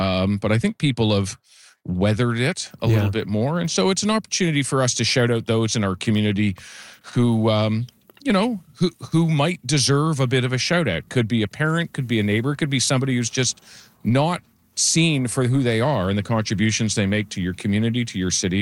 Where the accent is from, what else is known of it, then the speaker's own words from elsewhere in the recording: Winnipeg, Manitoba, Canada; born there; I was born in Winnipeg.